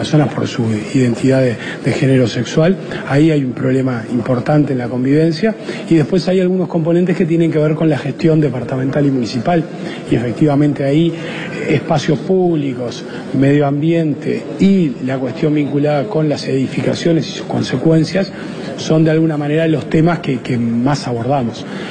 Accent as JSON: {"language": "Spanish", "region": "Montevideo", "country": "Uruguay", "said": "Nosotros nos mentiríamos como montevideanos si decimos que todos los montevideanos y montevideanas tienen acceso a la Rambla"}